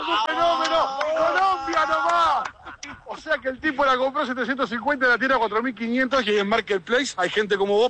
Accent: Uruguay; Yo soy uruguayo, periodista

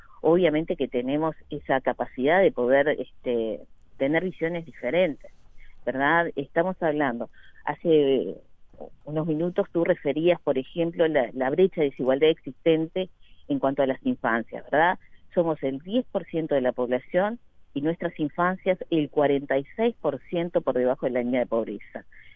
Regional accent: Uruguay

